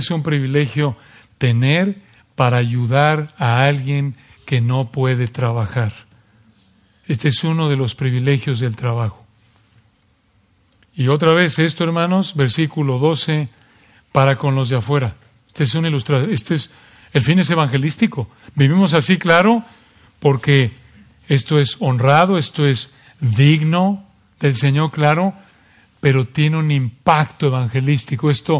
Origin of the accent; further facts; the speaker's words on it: Mexico; moved away; como cuando éramos niños allí en México